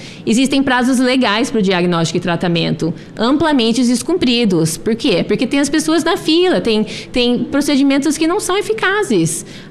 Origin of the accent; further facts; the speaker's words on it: Campinas, São Paulo, Brazil; moved away as an adult; also born or lived in Indiana, United States / California, United States; now in United States; Eu nasci e cresci em Campinas.